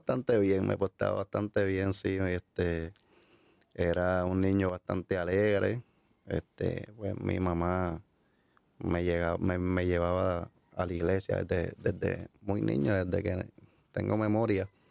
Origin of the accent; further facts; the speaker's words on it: Carolina, Puerto Rico; soy de, ¿verdad?, donde nací fue en Carolina, me crié, ¿verdad?, en el barrio de Buenavista.